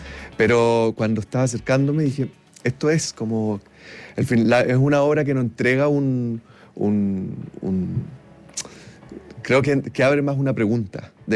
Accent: Concepción, Biobío, Chile; Bueno, varios de los miembros de la compañía somos de región. Creo que lo mencioné recién, pero yo soy de Concepción.

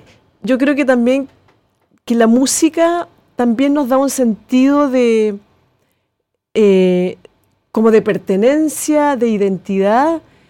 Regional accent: Concepción, Biobío, Chile; moved away; yo nací acá en Concepción

